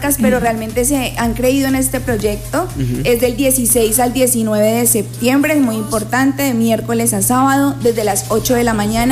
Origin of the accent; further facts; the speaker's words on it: Villavicencio, Meta, Colombia; also born or lived in Bogotá; Yo soy, bueno, nací en Bogotá, pero criada de corazón acá en Villavicencio.